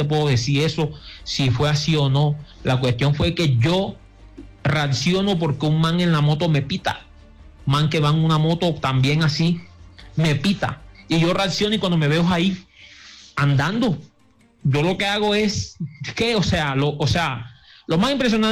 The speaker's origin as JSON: {"language": "Spanish", "town": "Suán", "region": "Atlántico", "country": "Colombia", "said": "yo soy de Suán"}